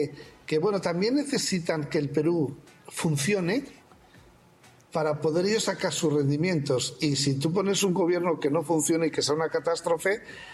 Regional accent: Spain; me tocaba a mí, que soy español, ser presidente

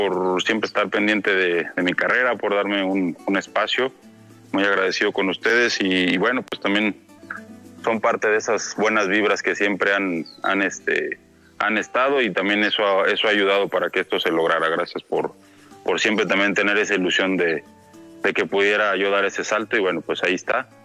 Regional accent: San Luis Potosí, Mexico; Luego el día 25 estaré en mi tierra, en San Luis Potosí

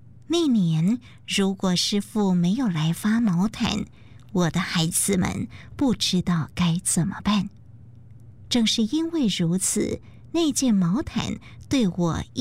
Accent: Chiayi, Taiwan; 我是嘉义人，5、6岁时丧父，12岁失去母亲，和哥哥分别有2个舅舅抚养长大。

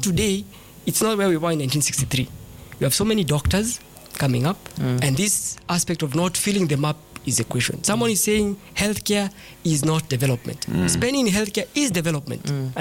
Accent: Kenya

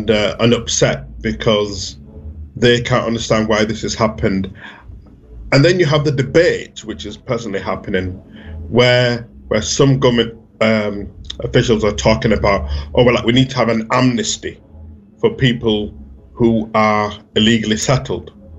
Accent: Bradford, Yorkshire and the Humber, United Kingdom; I was born and brought up in Bradford, West Yorkshire.

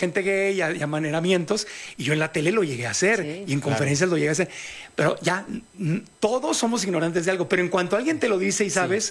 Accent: Tijuana, Baja California, Mexico; moved away as an adult; also born or lived in United States; yo que viví 20 años en Estados Unidos, yo no crecí en Estados Unidos, nací en Tijuana y yo no tenía papeles de niño para cruzar. Entonces yo no, ni fui a la escuela, mi cultura es mexicana, de frontera, pero mexicano.

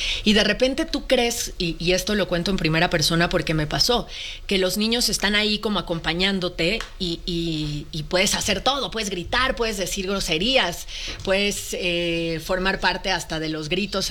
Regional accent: Mexico; somos mexicanos

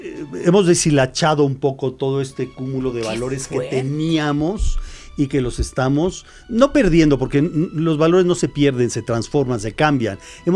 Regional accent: Mexico; la responsabilidad que se tiene como mexicano.

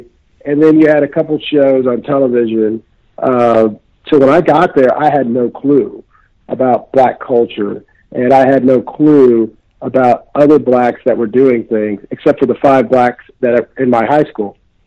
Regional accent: Olathe, Kansas, United States; moved away as an adult; Olathe, where I grew up in Kansas

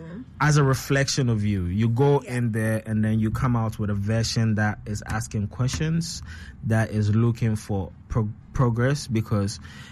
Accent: Ghana; I'm saying Ghanaian homes because that's what I'm relative

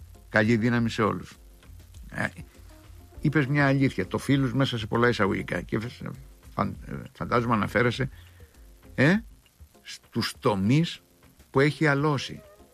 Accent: Agios Konstantinos, Greece; Χρόνια πολλά, τα Ι Κωνσταντίνου. Άγιος Κωνσταντίνος λέγεται το χωριό μου επάνω.

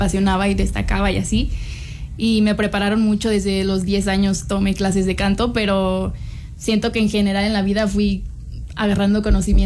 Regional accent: Monterrey, Nuevo León, Mexico; now in Mexico City, Mexico; yo que vengo de Monterrey, obviamente toda la gente de otras ciudades pues queremos venir aquí a la capital a cumplir nuestros sueños

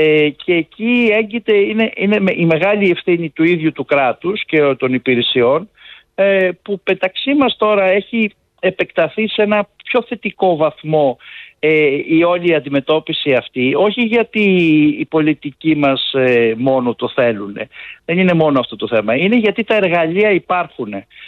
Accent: Greece; σαν Έλληνες

